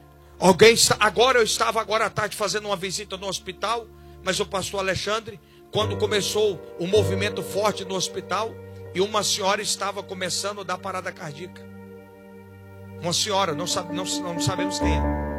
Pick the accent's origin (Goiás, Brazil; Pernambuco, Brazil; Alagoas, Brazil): Goiás, Brazil; eu sou goiano